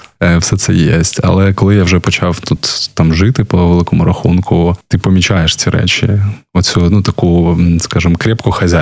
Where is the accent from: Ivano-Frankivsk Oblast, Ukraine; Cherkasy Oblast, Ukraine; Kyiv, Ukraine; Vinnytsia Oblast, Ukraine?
Kyiv, Ukraine; я взагалі киянин.